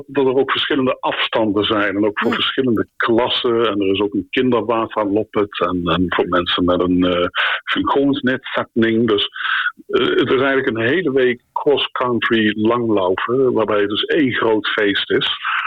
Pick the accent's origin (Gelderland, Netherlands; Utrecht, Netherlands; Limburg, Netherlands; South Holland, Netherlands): Gelderland, Netherlands; Nijmegen; Toen ik opgroeide in Nijmegen was het 1 groot feest. Iedereen kon gaan waar die wilde.